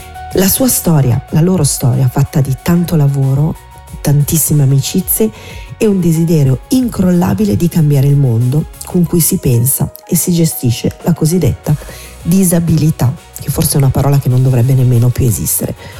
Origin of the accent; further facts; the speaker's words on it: Bergamo, Lombardy, Italy; io sono di Città Alta perché una volta il circolino era veramente un punto, un luogo di aggregazione per tutti noi, noi cittaltini